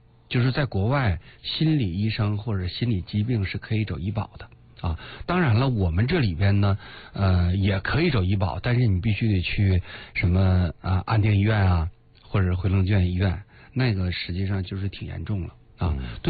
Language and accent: Chinese; China